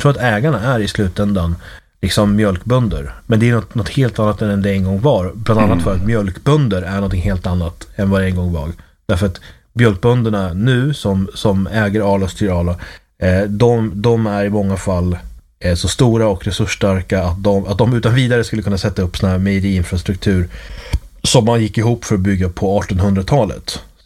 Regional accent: Uppsala, Uppsala County, Sweden; Eftersom jag växte upp i Uppsala

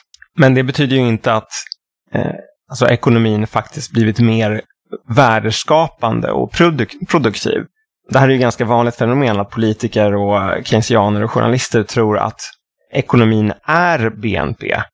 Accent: Austria; Men som österrikare så är man ju starkt förankrad i logik och logiska resonemang.

